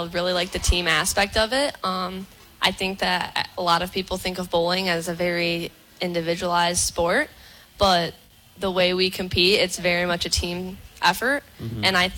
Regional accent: Flint, Michigan, United States; moved away as an adult; also born or lived in Holly, Michigan; now in Youngstown, United States; my address says I'm from Hawley. I spent 95% of my childhood in Flint.

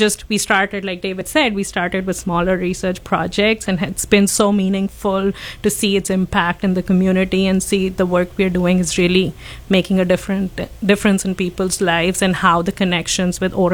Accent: India; So I practice dentistry in India. So I grew up in India.

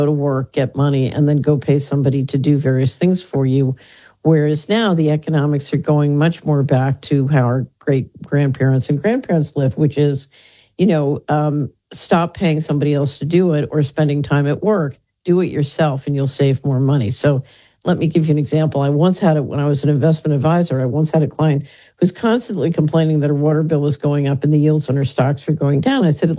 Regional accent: Philadelphia, Pennsylvania, United States; I grew up in West Philadelphia.

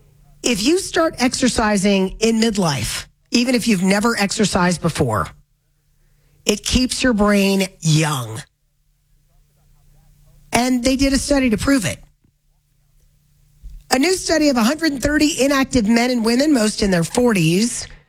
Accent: Aurora, Colorado, United States; Mandy, I grew up in Aurora. I'm the same age as you.

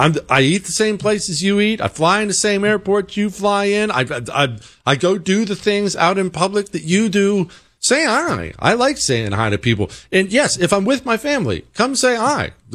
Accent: Bozeman, Montana, United States; I grew up, I've told you this before, I grew up in Bozeman, Montana. And Bozeman was a lot smaller back then than it is now.

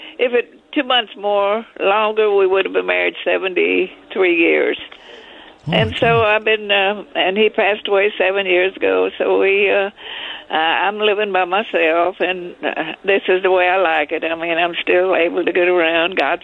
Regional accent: Schulenburg, Texas, United States; also born or lived in Freiburg

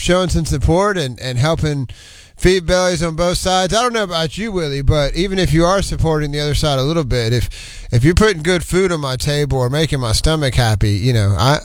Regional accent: New Orleans, Louisiana, United States; I grew up in New Orleans.

